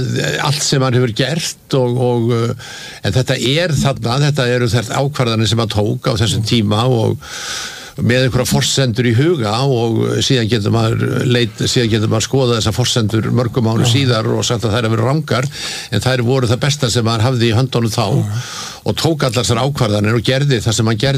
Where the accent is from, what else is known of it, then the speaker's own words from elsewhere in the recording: Reykjavik, Capital Region, Iceland; Já, ég sko alveg upp í Laugarneskverfinu og hérna bjóð þar þegar ég var ungur maður og ég man eftir mér þar fyrst í Sigtúni 35